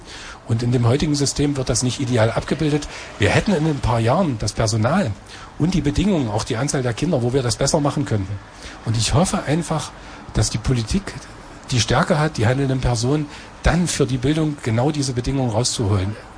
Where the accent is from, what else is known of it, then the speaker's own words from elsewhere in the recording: Saxony-Anhalt, Germany; unser schönes Sachsen-Anhalt und ich liebe meine Heimatstadt über alles